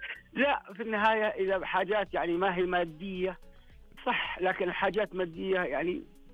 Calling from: Buraydah, Al-Qassim, Saudi Arabia

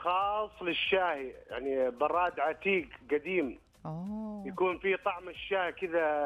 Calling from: Al Lith, Makkah Province, Saudi Arabia; والله من الليث، التابع لمنطقة مكة.

